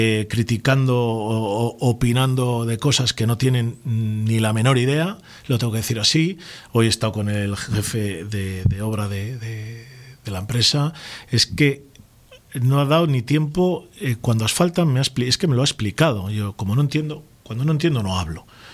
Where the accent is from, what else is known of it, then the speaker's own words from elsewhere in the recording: Laredo, Cantabria, Spain; El 99,9% de los laredanos somos gente de bien